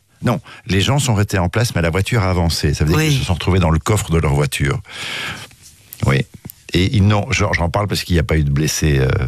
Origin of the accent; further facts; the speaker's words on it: Uccle, Brussels-Capital Region, Belgium; born there; Je suis né à Uccle.